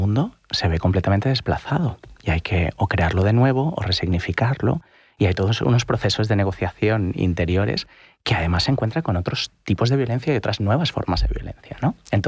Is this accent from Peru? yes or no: no; Italy; now in Spain